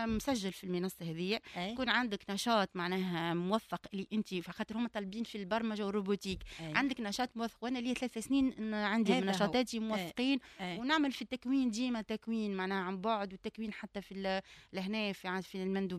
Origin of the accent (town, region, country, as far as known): Tunisia